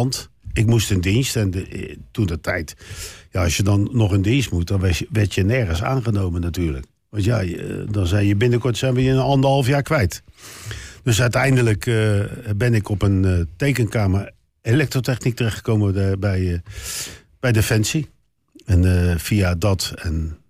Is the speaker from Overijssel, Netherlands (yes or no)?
no; Delft, South Holland, Netherlands; accent: Haags; also born or lived in The Hague / Rijswijk; now in Voorhout, Netherlands; ik ben geboren in Den Haag. Daar heb ik een jaar of 4, 5 gewoond. Toen zijn mijn ouders verhuisd naar Delft. Dus ik ben eigenlijk opgegroeid in Delft. Ook leuk. En toen uiteindelijk teruggegaan naar eerst Rijswijk en toen Den Haag.